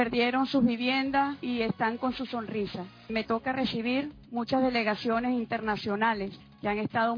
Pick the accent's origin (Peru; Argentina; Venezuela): Venezuela; a mí me llena mucho de orgullo como venezolana